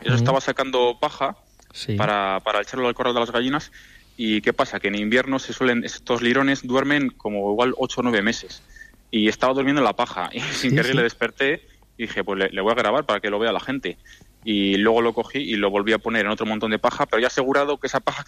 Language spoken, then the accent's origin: Spanish; Villalcázar de Sirga, Castile and León, Spain; tengo 27 años y vengo de un pueblo muy pequeñito de Tierra de Campos, de Palencia. Mm. Se llama Villalcázar de Sirga.